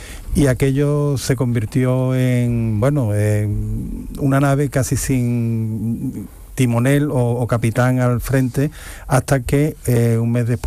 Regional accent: Osuna, Andalusia, Spain; Yo recuerdo, y además lo recuerdo porque lo seguí desde mi pueblo, desde Osuna, que además estábamos en feria

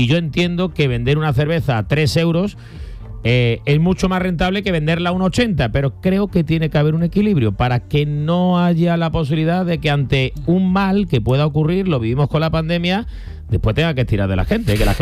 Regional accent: Seville, Andalusia, Spain; Yo soy un sevillano que al centro acude muy poco.

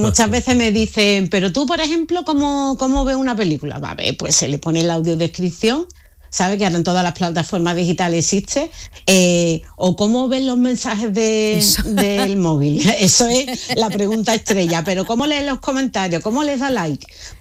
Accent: El Puerto de Santa María, Andalusia, Spain; Pues soy una portuense de Cádiz. Tengo discapacidad visual severa

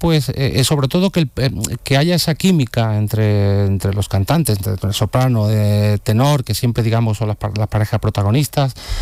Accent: Jerez de la Frontera, Andalusia, Spain; yo estoy muy agradecido a mi tierra, Jerez de la Frontera, como me ha aceptado, ¿no? No es normal que un cantante... Mi tierra es tierra de flamenco, de toreros, de caballos, de vinos, y que sea un cantante lírico

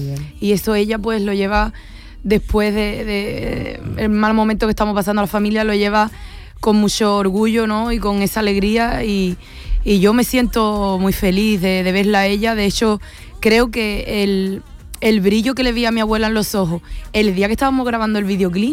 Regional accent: Isla Cristina, Andalusia, Spain; Yo vengo de Isla Cristina, me he criado en La Antilla y en La Barriada, que es donde se ha hecho el videoclip. Y allí, pues, como lo veis, salen en las barcas a pescar y venimos de una familia muy humilde.

